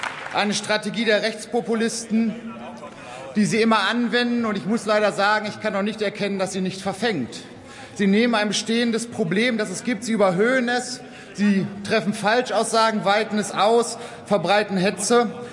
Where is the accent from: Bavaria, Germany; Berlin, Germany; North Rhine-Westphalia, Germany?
North Rhine-Westphalia, Germany; Dortmund; Das ist aus meinem Wahlkreis meiner Heimatstadt Dortmund kenne